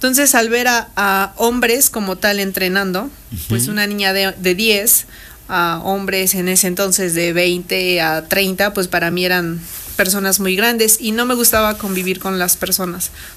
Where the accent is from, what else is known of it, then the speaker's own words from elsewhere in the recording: Puebla, Mexico; Soy originaria de Puebla.